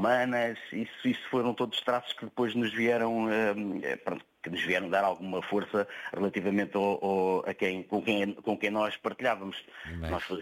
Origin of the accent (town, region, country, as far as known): Portugal